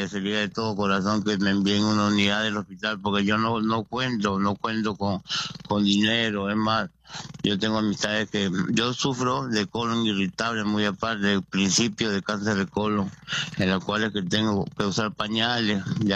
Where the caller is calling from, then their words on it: Lima, Peru; Yo vivo en San Martín de Porres, en la Avenida Lima, la 43214.